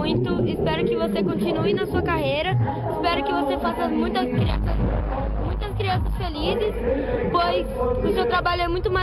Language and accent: Portuguese; Sorocaba, São Paulo, Brazil; Sorocaba.